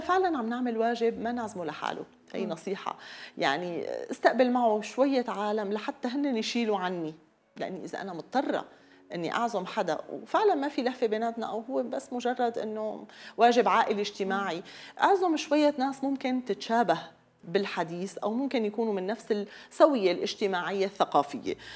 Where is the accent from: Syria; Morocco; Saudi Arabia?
Syria; أسلوب حديثنا كسوريين. نحن مننطلق كتير، منحكي بصوت عالي